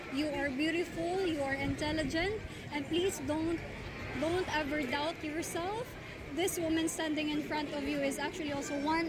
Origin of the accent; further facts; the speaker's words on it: Cagayan de Oro, Northern Mindanao, Philippines; representing my hometown Cagayan de Oro.